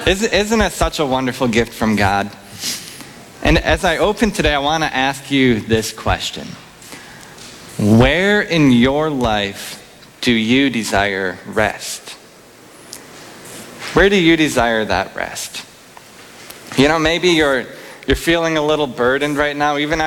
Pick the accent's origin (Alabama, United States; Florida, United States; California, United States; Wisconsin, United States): Wisconsin, United States; Wausau; And so obviously we went to my hometown, Wausau.